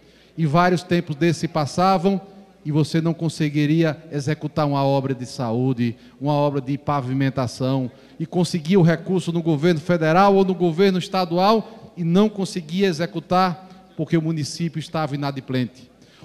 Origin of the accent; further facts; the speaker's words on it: Bahia, Brazil; eu que venho lá do sertão da Bahia